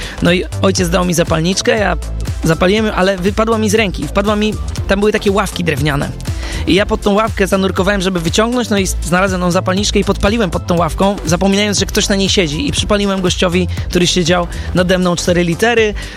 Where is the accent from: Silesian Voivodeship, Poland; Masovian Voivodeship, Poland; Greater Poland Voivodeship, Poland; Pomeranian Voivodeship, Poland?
Masovian Voivodeship, Poland; Warsaw; Ale na pewno było to gdzieś na osiedlu, na którym się wychowałem, w warszawskim Wawrze.